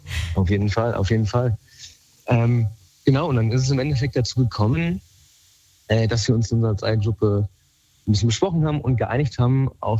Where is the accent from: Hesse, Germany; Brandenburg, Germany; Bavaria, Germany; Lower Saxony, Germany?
Hesse, Germany; Giessen; Ich würde ganz gern zum allerersten Mal demnächst irgendwann aus meiner Heimatstadt ausziehen. Bin Urgestein Gießener, bin hier aufgewachsen und jetzt groß geworden.